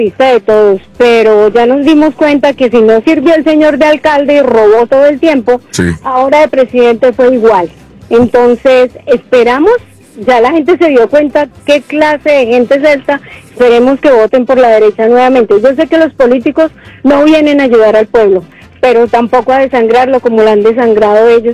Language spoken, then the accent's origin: Spanish; Bogotá, Colombia; Soy de Bogotá.